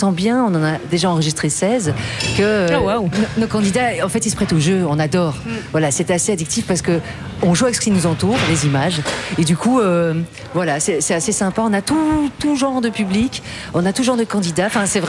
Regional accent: Brussels, Belgium; Moi, je suis bruxelloise, en fait, d'origine et au départ, et j'ai découvert le Hainaut, la Wallonie.

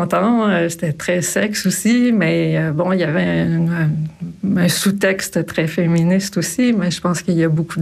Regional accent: Montreal, Quebec, Canada; born there; je suis née à Montréal.

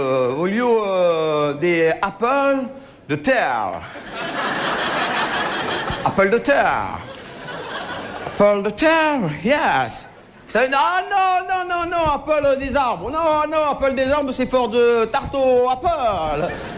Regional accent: France; « Oui, on va vous faire la cuisine, on est français, vous inquiétez pas, laissez-nous faire, tout ça.

